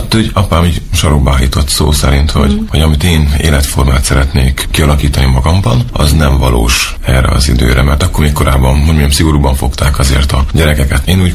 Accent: Szentes, Csongrád-Csanád, Hungary; born or raised there; now in Debrecen, Hungary

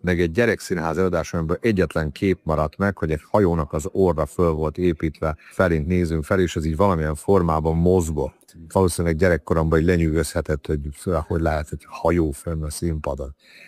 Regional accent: Subotica, Vojvodina, Serbia; born or raised there

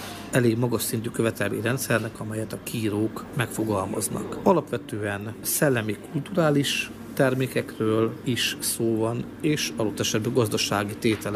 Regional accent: Hungary

